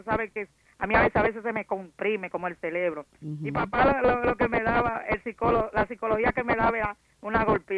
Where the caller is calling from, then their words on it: Higüey, La Altagracia, Dominican Republic; Yo soy de Higüey, sería 28, cumplí 28.